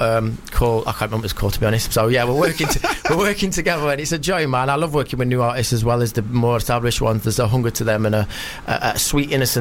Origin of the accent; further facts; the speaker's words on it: Sheffield, Yorkshire and the Humber, United Kingdom; I'm from Sheffield, so he's always been my favourite MC.